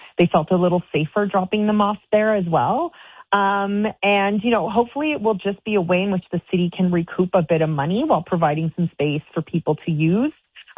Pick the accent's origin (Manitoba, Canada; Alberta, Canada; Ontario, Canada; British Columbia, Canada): Ontario, Canada; Windsor; now in Ottawa, Canada; I'm from the Windsor area.